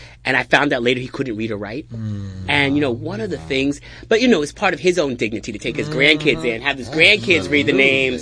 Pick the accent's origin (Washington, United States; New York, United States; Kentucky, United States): New York, United States; Eastern Long Island; growing up on Eastern Long Island, it's different than growing up in a city.